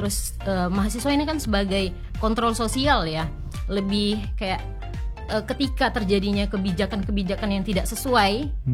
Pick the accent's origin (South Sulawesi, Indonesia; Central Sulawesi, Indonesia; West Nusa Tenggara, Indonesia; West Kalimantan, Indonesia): West Kalimantan, Indonesia; Pontianak; ini kan lahir dan tumbuh di Pontianak Timur, khususnya di Jalan Tanjung Raya 1.